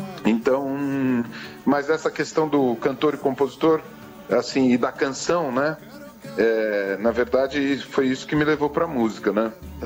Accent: São Paulo, Brazil; Eu sou paulistano da Gema, né?

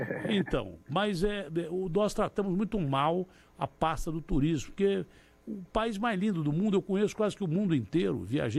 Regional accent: São Paulo, Brazil; born there

